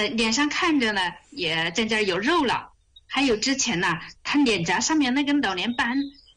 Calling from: Hunan, China; 我是湖南的。

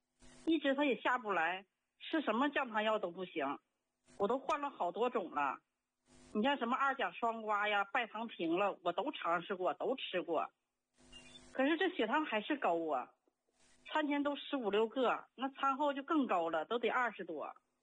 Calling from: Harbin, Heilongjiang, China; 我是哈尔滨的。

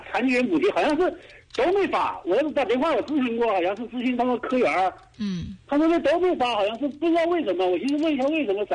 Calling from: Antu County, Jilin, China; 安图县明月镇的，完了那个丰坎村的。

